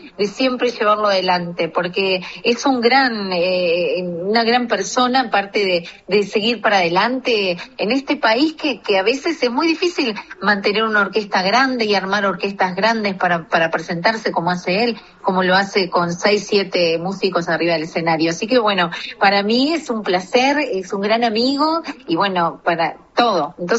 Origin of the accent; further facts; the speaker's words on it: Santa Lucía, Canelones, Uruguay; moved away as an adult; now in Montevideo, Uruguay; De Santa Lucía, mi querida ciudad